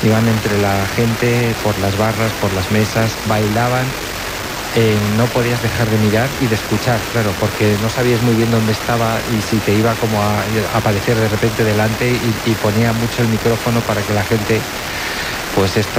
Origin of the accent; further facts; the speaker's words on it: Villacarriedo, Cantabria, Spain; Y luego he estado en las fiestas de mi pueblo en Villacarrido también hace una semana.